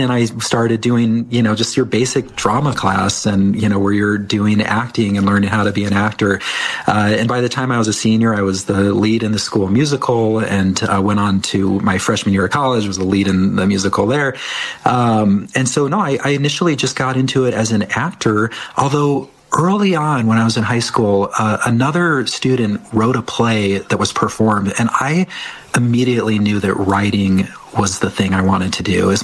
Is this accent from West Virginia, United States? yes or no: no; Omaha, Nebraska, United States; I grew up in Omaha, Nebraska.